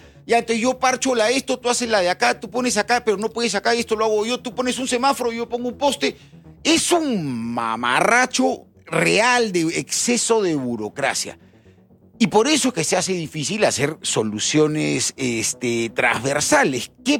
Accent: Lima, Peru; Yo soy hijo de provinciano también, yo soy hijo de provinciano, primera generación de limeño

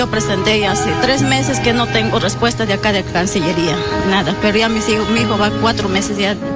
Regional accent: Ayacucho, Peru; Bueno, de acá yo soy de Ayacucho.

